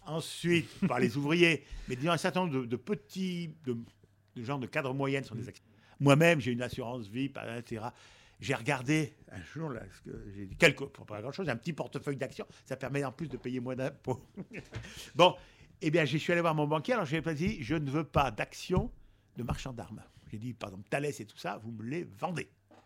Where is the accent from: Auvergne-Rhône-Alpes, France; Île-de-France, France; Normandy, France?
Auvergne-Rhône-Alpes, France; je suis auvergnat